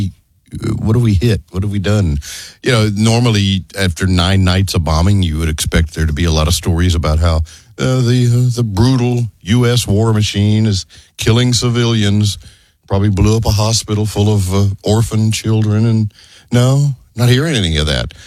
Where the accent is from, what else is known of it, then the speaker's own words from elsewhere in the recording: United States; I'm an American.